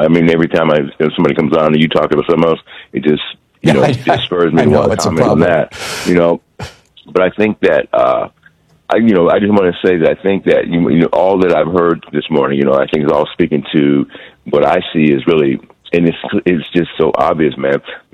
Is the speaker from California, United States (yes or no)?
yes; California, United States; And I'm from the Bay Area, right, San Francisco Bay Area